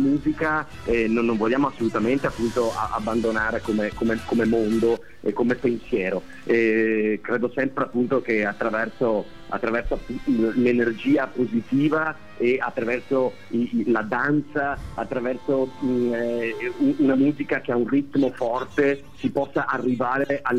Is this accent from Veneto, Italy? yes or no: yes; Vicenza, Veneto, Italy; io sono nato a Vicenza, ho frequentato le scuole del Vicentino